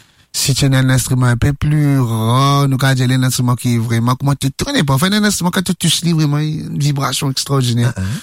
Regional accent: Mauritius; m'oublier que, bon, je suis mauricien, moi.

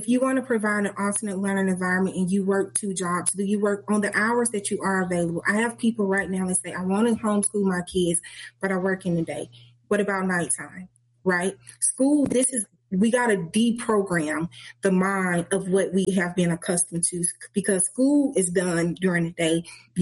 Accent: Birmingham, Alabama, United States; I was born in Birmingham, Alabama. That same Birmingham where them babies was bombed at.

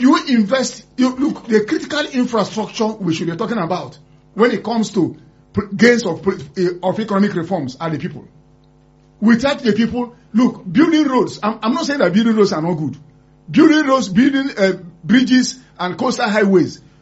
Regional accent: Nigeria; I'm a Nigerian and I love this country.

